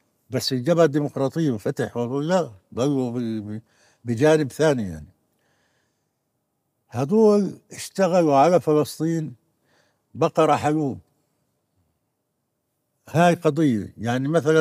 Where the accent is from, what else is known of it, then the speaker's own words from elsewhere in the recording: Palestine; وباجي أنا فلسطيني